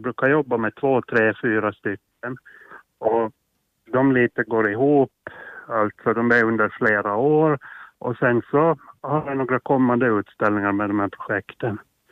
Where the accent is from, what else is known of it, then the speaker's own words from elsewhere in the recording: Åland, Åland Islands; moved away; Jag ser mig alltid som 100% ålänning och född och uppvuxen på Åland